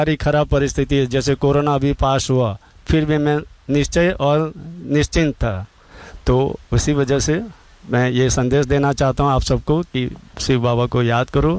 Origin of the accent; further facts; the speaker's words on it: Bhavnagar, Gujarat, India; मेरा गाँव है भावनगर।